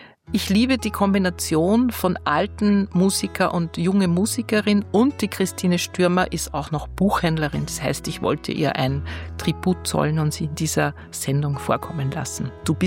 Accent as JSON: {"language": "German", "country": "Austria", "accent": "Austrian", "said": "Wie Sie ja unweigerlich hören, bin ich Österreicherin. Das heißt, ich bin natürlich auch aufgewachsen und jung gewesen in der Zeit des Austropops … wie sie alle heißen."}